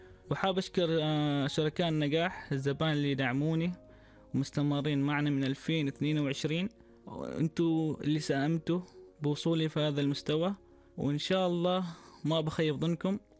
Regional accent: Oman; عندنا في عمان

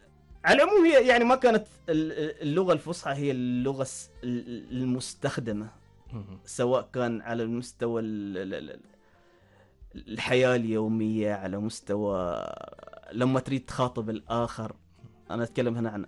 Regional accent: Oman; عندنا في سلطنة عمان

